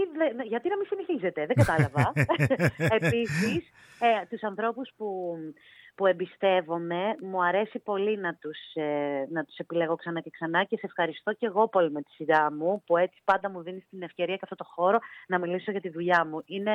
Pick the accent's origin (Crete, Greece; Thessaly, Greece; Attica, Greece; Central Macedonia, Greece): Central Macedonia, Greece; Thessaloniki; Είμαστε μαζί από τη Θεσσαλονίκη, έτσι ξεκινήσαμε παρέα την πορεία μας.